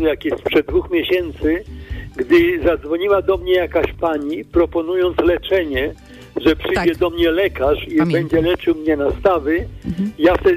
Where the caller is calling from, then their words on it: Wrocław, Lower Silesian Voivodeship, Poland; Dzień dobry z Wrocławia